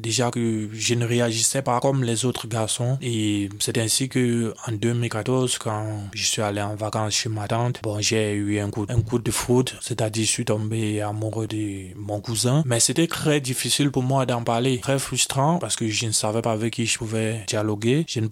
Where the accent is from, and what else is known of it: West, Cameroon